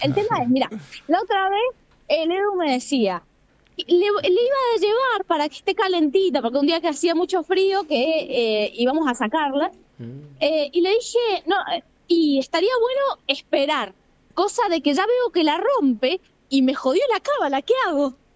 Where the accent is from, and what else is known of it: Argentina